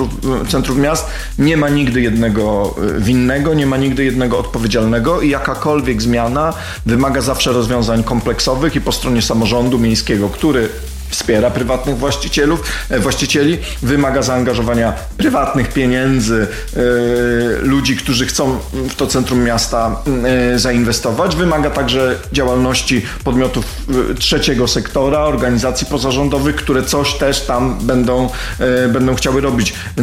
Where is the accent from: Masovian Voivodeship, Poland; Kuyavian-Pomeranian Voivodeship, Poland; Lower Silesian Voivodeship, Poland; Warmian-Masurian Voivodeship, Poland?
Kuyavian-Pomeranian Voivodeship, Poland; Inowrocław